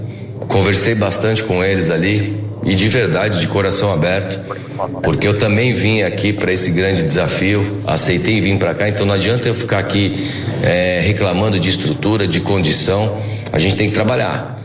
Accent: São Paulo, Brazil; cara, eu sou aqui de São Paulo, né? O que me trouxe vir aqui para Ponte Preta é o desafio.

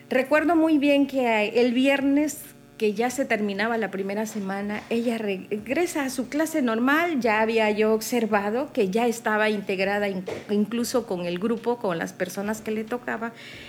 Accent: Palizada, Campeche, Mexico; soy originaria de Palizada

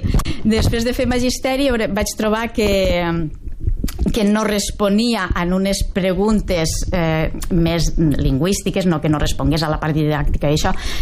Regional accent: Vinaròs, Valencian Community, Spain; born there; Jo vaig néixer a Vinaròs i me van batejar a Vinaròs. O sigui que hi tinc molta família a Vinaròs.

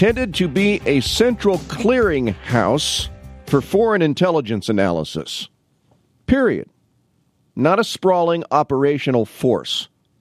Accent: Canton, United States; Canton is my hometown, as many of you know

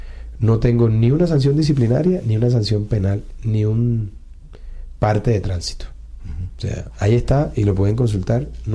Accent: Montería, Córdoba, Colombia; Porque yo nací aquí. Porque soy un tipo supremamente caribe. Porque me hice en Colombia. Mis amores, mi afecto, mi historia está aquí. Y soy más colombiano que cualquier otra cosa.

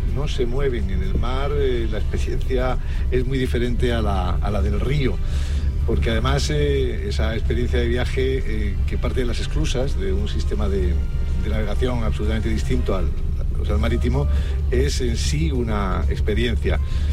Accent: Spain; creo que todos los que estamos aquí somos españoles

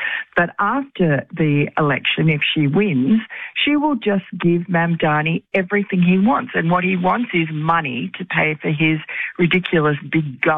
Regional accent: Queens, New York, United States; born there; I mean, I was born in Queens, like the president.

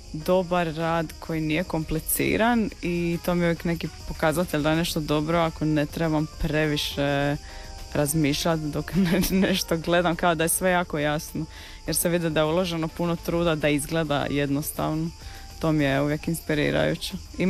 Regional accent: Zadar, Zadar County, Croatia; born or raised there

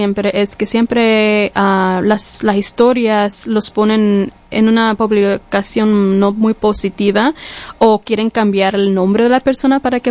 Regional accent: Los Angeles, California, United States; born there; Spanish is a second language; now in Washington, United States; Yo nací en California

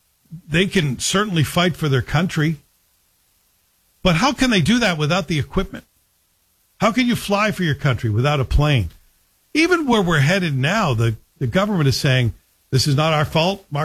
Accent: Canada; I'm a little embarrassed as a Canadian

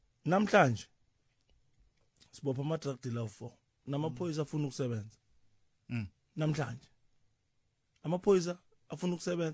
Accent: South Africa; I believe ukuthi as a South African it's my duty. As a South African it's my duty to make sure that our home stays our home.

